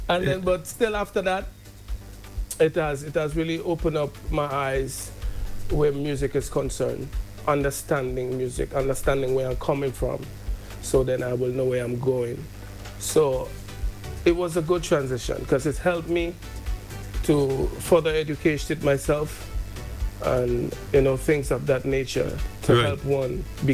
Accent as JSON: {"language": "English", "town": "Windsor Forest", "region": "Saint David", "country": "Grenada", "tie": "born or raised there", "moved": "as an adult", "lives_now": "Ireland", "said": "growing up in Windsor Forest, you know, has shaped me to the person that I am today."}